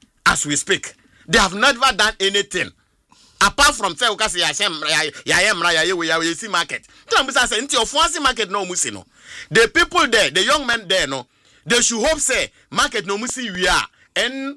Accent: Abomosu, Eastern Region, Ghana; Honorable. I'm from Abu Musu in the eastern region.

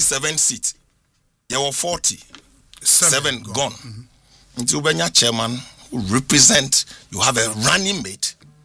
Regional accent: Greater Accra, Ghana; I'm a Dadangwe from Greater Accra.

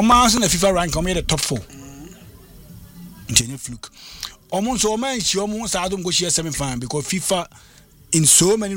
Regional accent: Ghana; I'm Ghanaian referee.

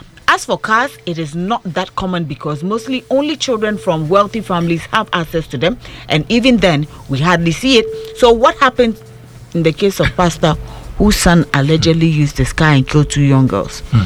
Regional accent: Obuasi, Ashanti, Ghana; from Obuasi.

